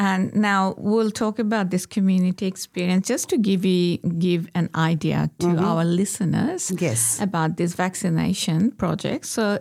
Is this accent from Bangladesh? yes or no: yes; Bangladesh; moved away; Oh, yeah, of course. I came from Bangladesh.